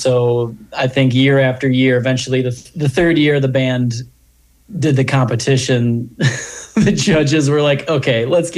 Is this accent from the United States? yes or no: yes; Illinois, United States; moved away as an adult; now in Bozeman, United States; growing up in Illinois, I think Illinois is the second flattest state behind Florida.